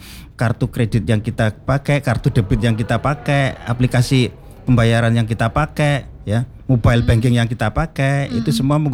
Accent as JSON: {"language": "Indonesian", "town": "Lamongan", "region": "East Java", "country": "Indonesia", "tie": "born or raised there", "said": "Asli Lamongan"}